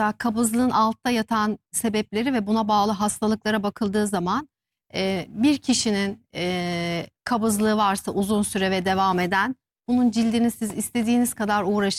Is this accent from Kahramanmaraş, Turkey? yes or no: yes; Kahramanmaraş, Turkey; Vallahi Maraş'tan, Kahramanmaraşlıyım ben.